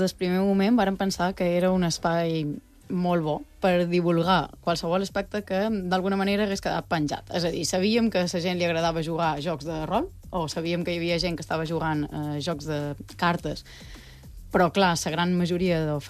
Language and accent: Catalan; Mallorca, Balearic Islands, Spain; jo, com a persona mallorquina